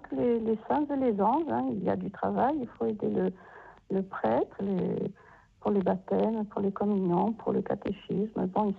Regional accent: Corsica, France; comme on disait chez nous en Corse, à church.

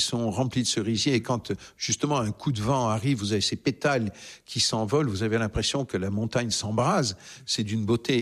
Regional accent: Southern France, France

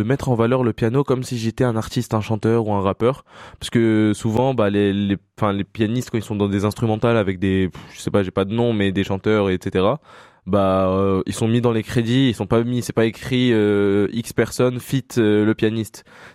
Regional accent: Échirolles, Auvergne-Rhône-Alpes, France; quand je dis que je viens des Chirolles, bah, les gens, ils ouvrent grand les yeux et tout.

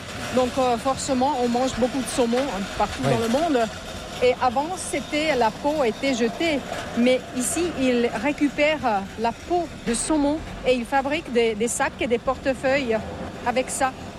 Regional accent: Turku, Southwest Finland, Finland; Non, je viens de Turku.

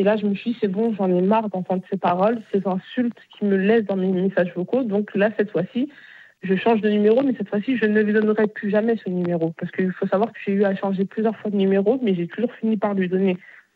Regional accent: Bagneux, Île-de-France, France; Parce que moi, je viens de Bagneux.

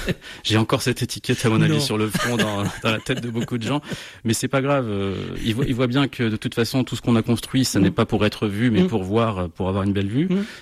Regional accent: Île-de-France, France; moved away as an adult; now in Burgundy, France; J'ai grandi dans le Val d'Oise chez mes parents.

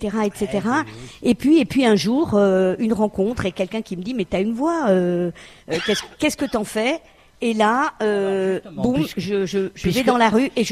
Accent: Paris, Île-de-France, France; Je suis de Paris, et oui.

